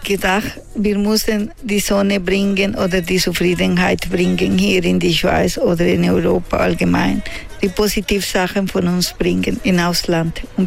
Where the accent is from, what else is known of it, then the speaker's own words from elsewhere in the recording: Colombia; German is a second language; now in Switzerland; Ich bin Kolumbianer, aber auch die Suiza. Ich habe zwei Herzen. Ich liebe Kolumbien und ich liebe die Schweiz.